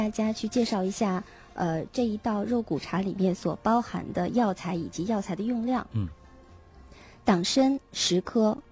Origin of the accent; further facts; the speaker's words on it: China; 我们中国人